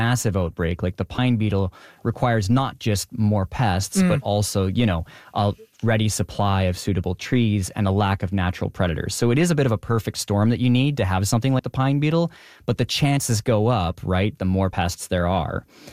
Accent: Prince George, British Columbia, Canada; So as a kid growing up in my hometown of Prince George, I just remember all the trees everywhere I looked dying

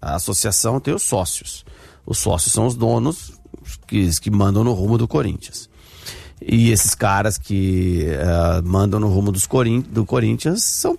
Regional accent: Brazil; sou brasileiro, não me orgulho não

